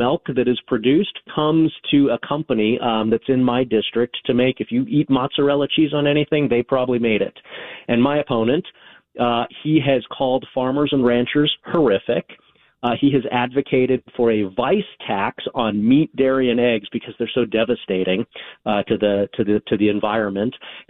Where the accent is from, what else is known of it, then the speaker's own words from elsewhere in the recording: Colorado, United States; I was born and raised in Colorado, so I grew up hearing that song.